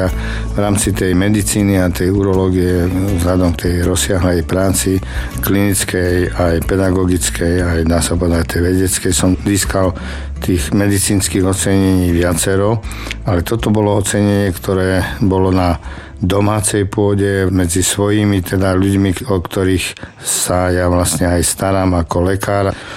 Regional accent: Prešov, Prešov Region, Slovakia; medzi svojimi doma v Prešove

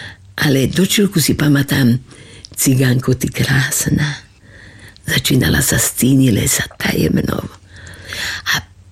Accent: Radoština, Žilina Region, Slovakia; Ja som nebola obyčajná, naša Radoština nebola obyčajná dedina.

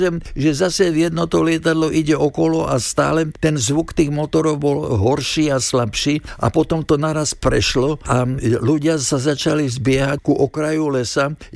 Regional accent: Bratislava, Bratislava Region, Slovakia; Toto je z čias druhej svetovej vojny, keď sme boli evakuovaní z Bratislavy, pretože sa boli obavy bombardovania, ku ktorému aj došlo, keď zničili Apollo rafinériu.

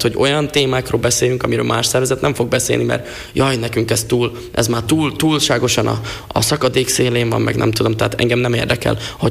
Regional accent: Felvidék, Slovakia; Az elmúlt 5-10 év rendkívül politikailag fűtött volt, főleg magyarként, felvidéki magyarként

